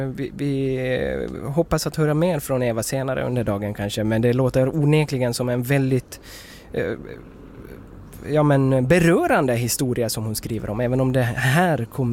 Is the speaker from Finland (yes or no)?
yes; Ostrobothnia, Finland; moved away as an adult; now in Sweden; Jag är från Österbotten.